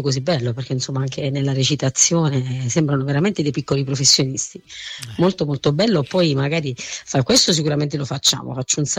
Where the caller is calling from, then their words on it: Lesina, Apulia, Italy; lo realizzeremo in un teatro qui a 15 km dal mio paese, che è un po' più grande perché non abbiamo un teatro così grande qui all'Esina.